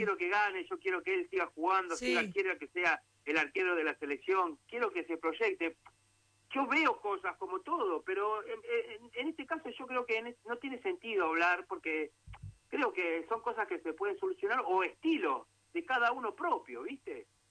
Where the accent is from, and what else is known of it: Argentina